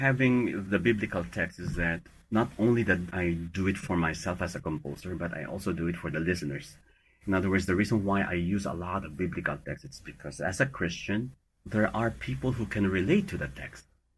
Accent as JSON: {"language": "English", "area": "Ifugao province", "region": "Cordillera Administrative Region", "country": "Philippines", "tie": "born or raised there", "said": "as a person growing up in the Ifugao province, I tend to celebrate my ethnicity and the other neighboring non-Western people group and language group."}